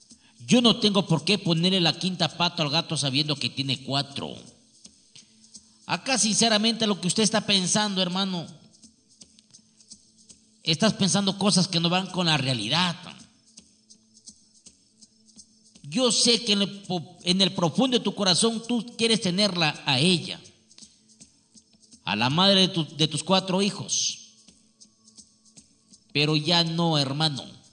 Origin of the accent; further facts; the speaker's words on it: Huancabamba, Piura, Peru; pactado en las lagunas encantadas de Huancabamba. Desde allá venimos, señor. Me siento orgulloso de mi tierra natal, donde vivió nacer, crecer y ejercer el curanderismo.